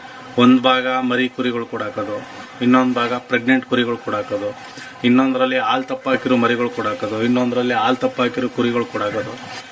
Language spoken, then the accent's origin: Kannada; Malavalli, Karnataka, India; ಇದು ನನ್ನ ಜಿಲ್ಲೆದು, ನನ್ನ ತಾಲೂಕು, ನನ್ನ ಗ್ರಾಮದು.